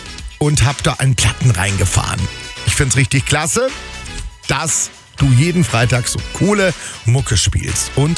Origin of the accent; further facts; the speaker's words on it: Müllheim, Baden-Württemberg, Germany; moved away; Da bin ich ja groß geworden in Mülheim. Und ja, das Markgräflerland, wunderschön. War letztens wieder mal dort.